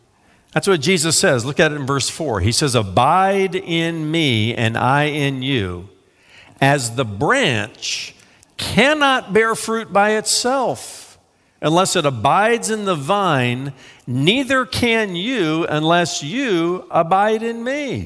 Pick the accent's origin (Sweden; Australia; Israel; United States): United States; I'm an American